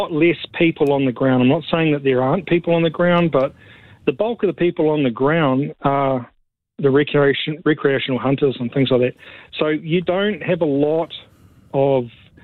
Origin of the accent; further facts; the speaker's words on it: North Island, New Zealand; I'm from the North Island.